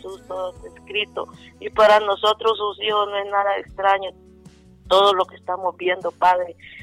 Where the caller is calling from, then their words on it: Danlí, El Paraíso, Honduras; Te llamo de aquí, de la Colonia Los Pinos, Danlí.